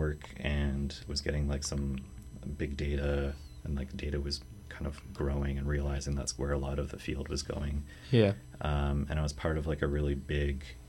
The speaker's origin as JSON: {"language": "English", "region": "Ontario", "country": "Canada", "said": "We're both originally from Ontario."}